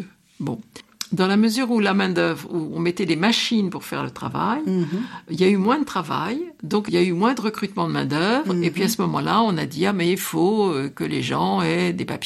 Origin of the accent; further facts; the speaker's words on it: Paris, Île-de-France, France; born there; now in Dreux, France; Ben non, je suis pas de Dreux. Je suis née à Paris.